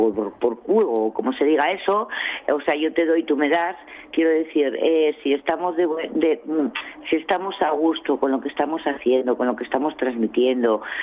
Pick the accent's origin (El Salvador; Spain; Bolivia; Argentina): Spain; Oviedo, Asturias; also born or lived in Quirós; Yo soy hasta sexta generación de Quirós, pero por circunstancias, llámese años 70, nací en Oviedo, ya sabes, inmigración, cambio de ciudad, etcétera, etcétera, ¿no? Me crié en Oviedo